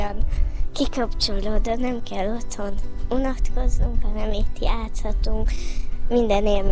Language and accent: Hungarian; Berehove, Zakarpattia Oblast, Ukraine; és Beregszázból jöttem.